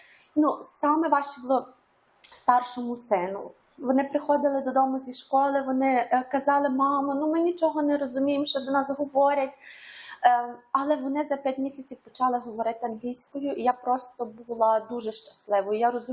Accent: Monastyryska, Ternopil Oblast, Ukraine; moved away as an adult; Я родом з України, пишаюся цим, з Монастириська, Тернопільська область, невеличке містечко, але я люблю його.

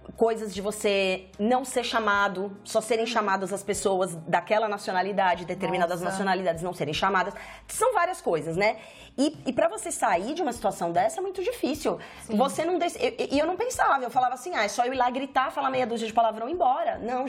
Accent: Brazil; moved away as an adult; now in Canada; eu no Brasil

